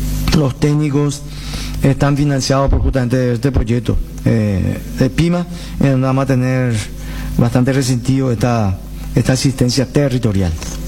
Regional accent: Paraguay; todos nosotros como paraguayos

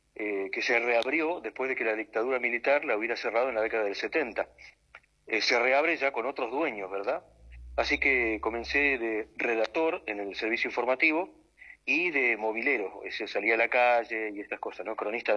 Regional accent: Patagonia, Argentina; also born or lived in Buenos Aires; now in Mar del Plata, Argentina; Si bien yo soy de origen patagónico, me tocó ir para allá, a la provincia de Santa Cruz

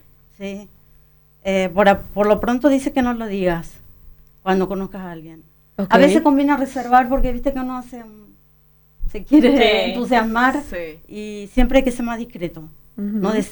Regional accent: Argentina; now in Luque, Paraguay; yo soy argentina justamente, allá no se practica tanto el San Juan

